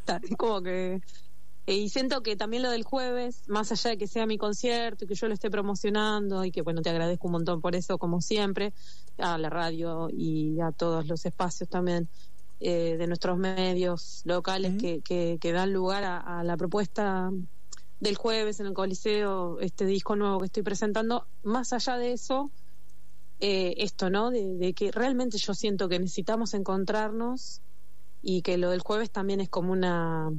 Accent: La Plata, Buenos Aires Province, Argentina; siendo platense también

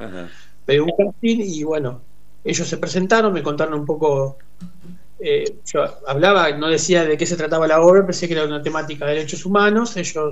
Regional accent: La Plata, Buenos Aires Province, Argentina; soy de La Plata

